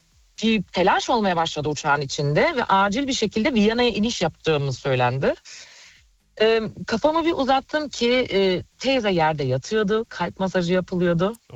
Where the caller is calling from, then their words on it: Friedberg, Hesse, Germany; Friedberg'den.